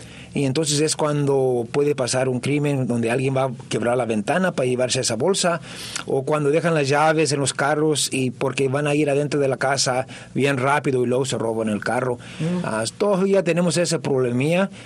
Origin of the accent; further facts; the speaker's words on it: Oxnard, California, United States; Yo crecí aquí en Oxnard y no pienso en irme